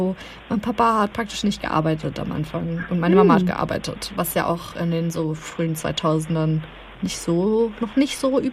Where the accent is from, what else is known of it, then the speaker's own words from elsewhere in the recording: Lower Saxony, Germany; Komme aus Niedersachsen